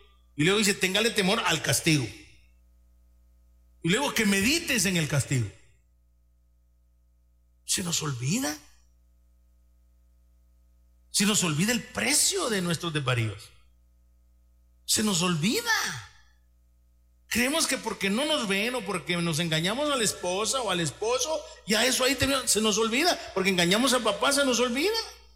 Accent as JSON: {"language": "Spanish", "country": "El Salvador", "said": "nosotros como El Salvador"}